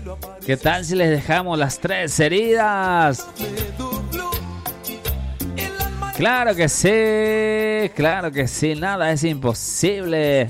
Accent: Paraguay; somos paraguayos, somos de la garra guaraní.

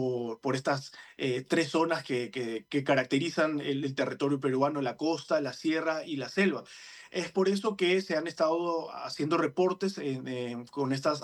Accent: Paraguay; moved away as an adult; now in Lima, Peru; yo ya tengo más de 10 años acá en Lima. Mi padre es peruano, mi mamá es brasilera, yo con orgullo soy paraguayo, pero ya hace más de 10 años comencé a labrar una carrera acá en Perú.

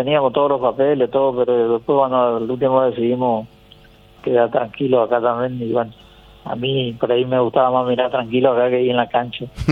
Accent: Coronel Martínez, Guairá, Paraguay; born there; Nosotros nacimos en Coronel Martínez.

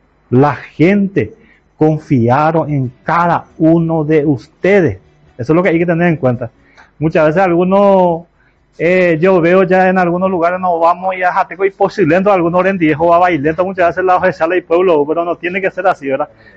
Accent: Peru; Todos somos peruanos, todos somos gente de bien, gente trabajadora.

